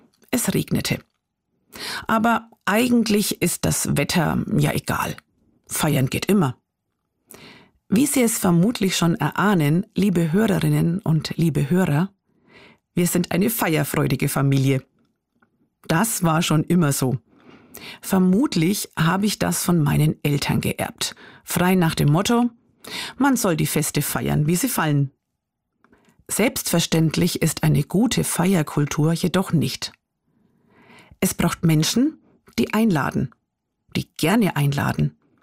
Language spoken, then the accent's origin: German; Bavaria, Germany; Das Blues- und Jazz-Festival in meiner Heimatstadt, Kirchweih an jedem Wochenende in unseren fränkischen Dörfern